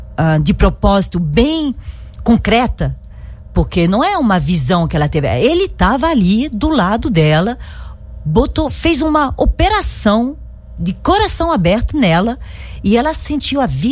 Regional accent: France; accent: French; Portuguese is a second language; eu falo com sotaque francês, desculpa.

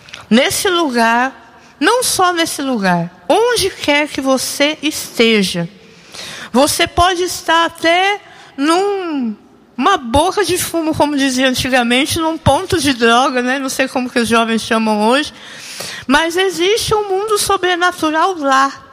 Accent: Brazil; moved away as an adult; also born or lived in Israel; Mas pela fé, eu voltei para o Brasil

